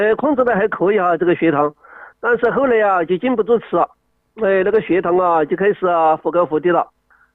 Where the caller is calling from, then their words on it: Chongqing, China; 我是重庆的一个患者。